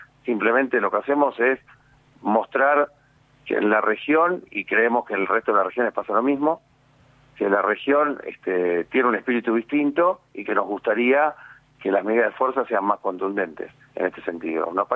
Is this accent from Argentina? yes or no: yes; Argentina; Bueno, nosotros somos argentinos y creemos que lo mejor que podemos hacer es un paro a lo argentino.